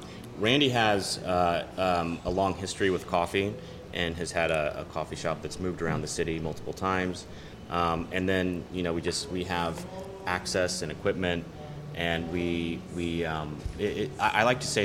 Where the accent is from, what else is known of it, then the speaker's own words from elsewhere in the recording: Midwest, United States; moved away; I'm from the Midwest